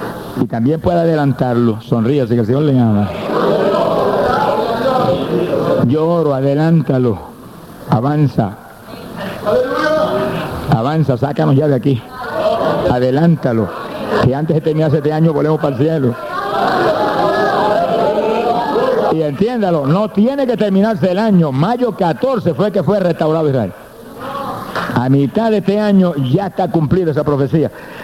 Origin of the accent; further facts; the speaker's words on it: Puerto Rico; Tienen que llevar una voz de alerta a mi pueblo porque mi iglesia duerme en Puerto Rico.